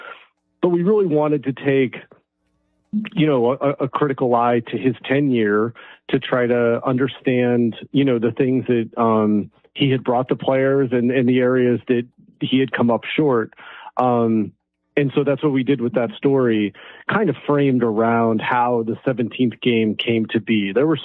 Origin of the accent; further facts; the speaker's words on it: Alaska, United States; Like, I grew up in Alaska.